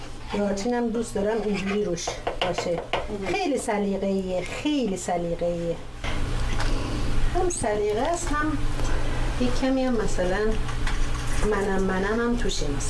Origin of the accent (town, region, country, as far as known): Shiraz, Fars, Iran